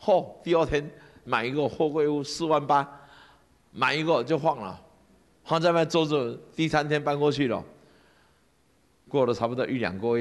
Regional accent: Nantou County, Taiwan; 我是南投人呢

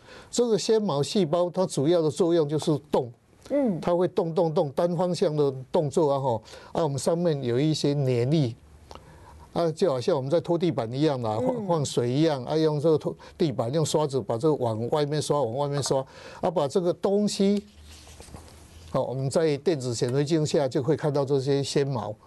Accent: Taiwan; 我们台湾话讲嘛

